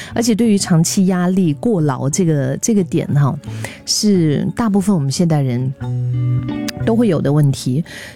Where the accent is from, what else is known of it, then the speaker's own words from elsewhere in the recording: Singapore; 你知道我们新加坡话讲就是很行囊了嘛